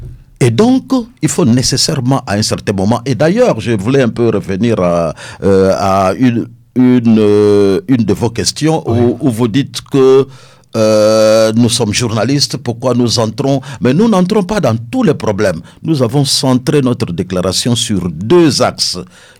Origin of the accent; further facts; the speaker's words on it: DR Congo; Nous sommes Congolais, nous avons toutes les capacités qu'il faut, toutes les compétences.